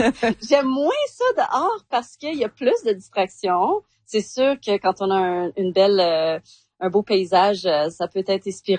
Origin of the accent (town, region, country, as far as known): Calgary, Alberta, Canada